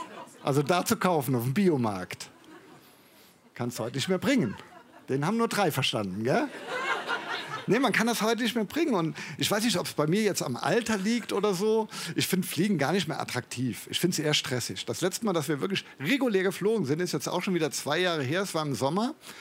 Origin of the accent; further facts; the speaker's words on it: Koblenz, Rhineland-Palatinate, Germany; now in Cologne, Germany; ich komme aus Koblenz, wohne jetzt in Köln